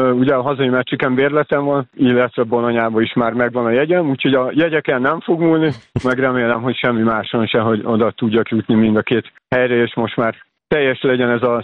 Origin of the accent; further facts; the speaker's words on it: Budapest, Hungary; Hát én Csepelen nőttem fel, 80-as években semmi más nem volt, csak a futball.